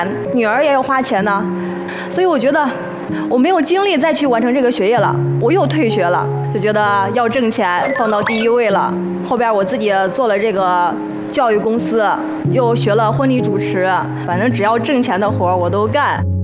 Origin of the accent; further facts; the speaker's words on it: Qi County, Henan, China; 我的家乡我来夸，大美祁县我的家